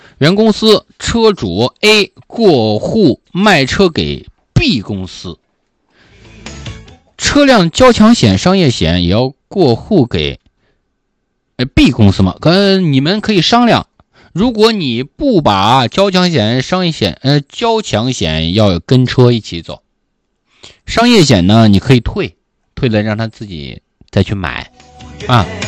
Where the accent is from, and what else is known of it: Jining, Shandong, China; born or raised there; moved away